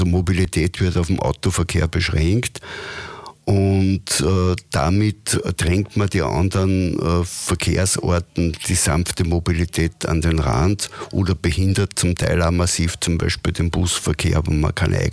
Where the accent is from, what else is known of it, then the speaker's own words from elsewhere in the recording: Linz, Upper Austria, Austria; als Linzer